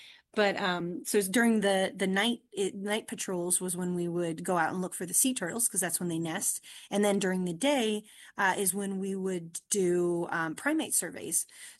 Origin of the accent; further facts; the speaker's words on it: Virginia, United States; Well, you know, growing up in, I grew up in Virginia, and obviously we do not have primates there.